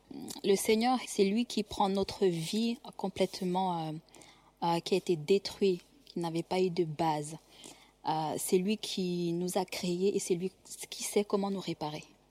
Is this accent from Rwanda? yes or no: yes; Western Province, Rwanda; born there; Je suis née au Rwanda, dans la région de Kangugu. Nous étions anciennement catholiques.